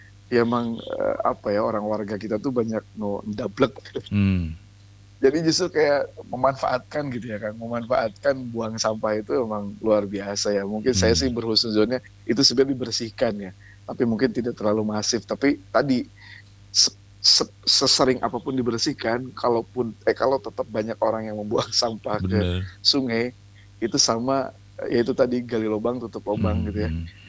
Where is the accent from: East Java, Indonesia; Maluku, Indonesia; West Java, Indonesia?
West Java, Indonesia; Bandung; saya sebagai orang Bandung